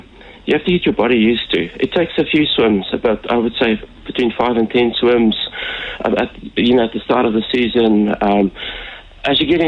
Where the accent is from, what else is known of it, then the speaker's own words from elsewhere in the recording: Cape Town, Western Cape, South Africa; If you look at my name, I'm just a plain South African. I'm from Cape Town.